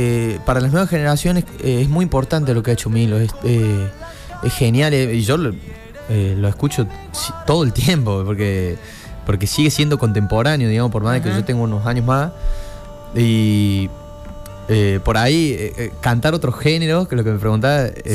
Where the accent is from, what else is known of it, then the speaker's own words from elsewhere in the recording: Córdoba, Argentina; Cordobés, sí. Nacido aquí, criado acá. En Barrio José Hernández. Ahí me acrecié y me crié siempre.